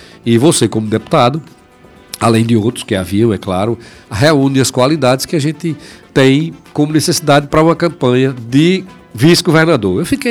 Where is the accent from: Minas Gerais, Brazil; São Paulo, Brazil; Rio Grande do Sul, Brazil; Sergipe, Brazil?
Sergipe, Brazil; Laranjeiras; Eu sou de Laranjeiras. Sou de Laranjeiras.